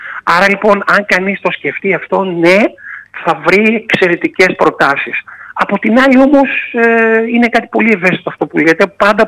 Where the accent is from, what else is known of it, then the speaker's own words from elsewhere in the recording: Istanbul, Turkey; Έχω γεννηθεί Κωνσταντινούπολη, είμαι από εκεί, οπότε είναι η πατρίδα μου